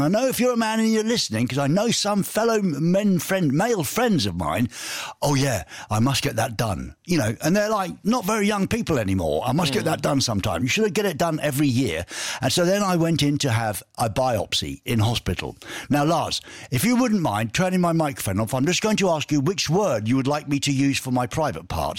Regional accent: England, United Kingdom; You know, I'm an Englishman.

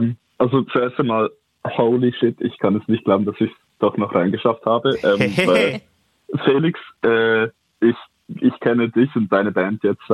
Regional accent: Lucerne, Switzerland

